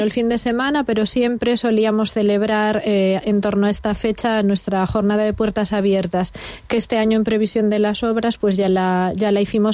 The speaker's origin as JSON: {"language": "Spanish", "town": "Viavélez", "region": "Asturias", "country": "Spain", "said": "Soy de un pueblo de Asturias, de cerca de Galicia, del occidente, se llama Vía Vélez, es muy pequeñito"}